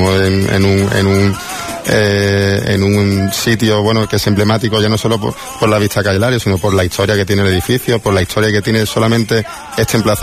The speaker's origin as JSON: {"language": "Spanish", "town": "Málaga", "region": "Andalusia", "country": "Spain", "said": "Y para mí, que yo como también malagueño, me siento muy orgulloso de contarlo y de explicarlo a todos los clientes."}